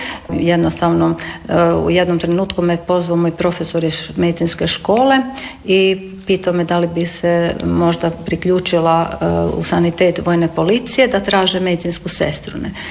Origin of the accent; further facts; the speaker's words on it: Karlovac, Karlovac County, Croatia; rođena sam na Dubovcu, baš ovdje podno starog grada Dubovac, baš u blizini nacionalnog svetišta, nekakvi 200-300 metara od samog svetišta. Ali kao malo dijete, moja majka, otac, moj brat Krunoslav i tata, preselili smo se na Veliku Jelsu